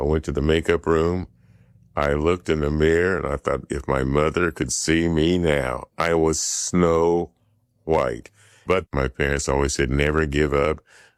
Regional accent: Centerville, Iowa, United States; moved away; when I was a kid growing up in Centerville, Iowa

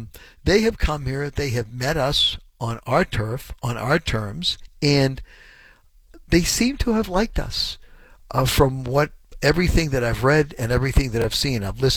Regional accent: United States; to me as an American

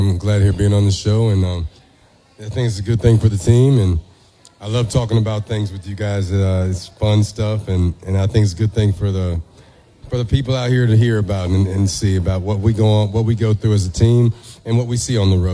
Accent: Colorado, United States; first language German; also born or lived in Alaska / North Carolina; because it was my first language. And then after that, after Alaska, I went to Colorado, and I lived there the rest of my life until I was 19 years old.

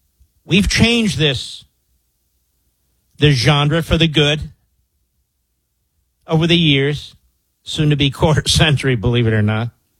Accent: Pennsylvania, United States; I said, wait a minute, I'm from Pennsylvania.

